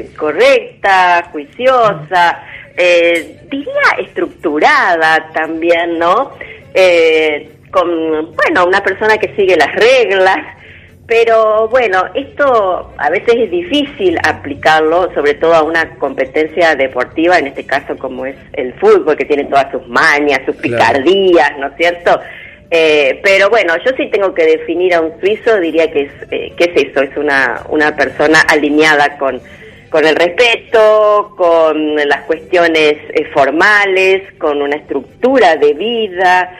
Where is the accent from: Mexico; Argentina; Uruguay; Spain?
Argentina; born there; nosotros somos doble nacionales. Nuestra familia, o sea, es argentina, nacimos en Argentina, pero tenemos la nacionalidad suiza.